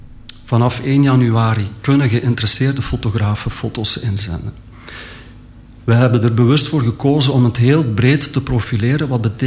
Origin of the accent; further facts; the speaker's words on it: Zonhoven, Flanders, Belgium; moved away as an adult; now in West Flanders, Belgium; Ook opgegroeid in een zeer mooi landelijk dorp, namelijk Zonhoven, dat ligt bij Hasselt. Mm-hmm. Dat voor de helft uit natuurgebieden bestaat, 2 natuurgebieden.